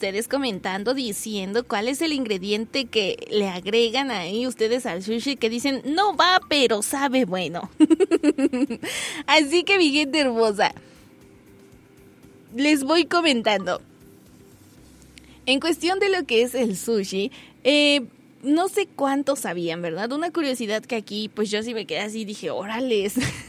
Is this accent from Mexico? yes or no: yes; Mexico; Como buenos mexicanos que somos